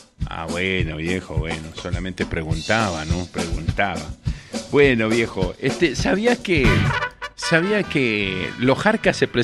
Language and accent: Spanish; Argentina; Bueno, nosotros como argentinos, entonces las petizas o los pibes.